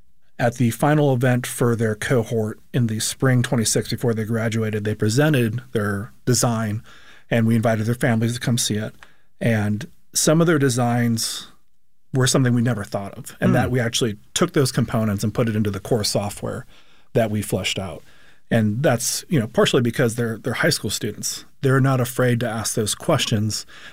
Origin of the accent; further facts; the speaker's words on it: Phoenix, Arizona, United States; I'm from Phoenix originally